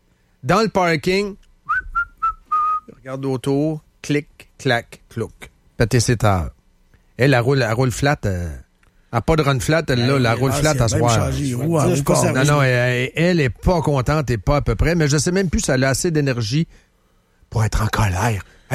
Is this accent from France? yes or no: no; Trois-Rivières, Quebec, Canada; born there; Moi, je suis né à Trois-Rivières.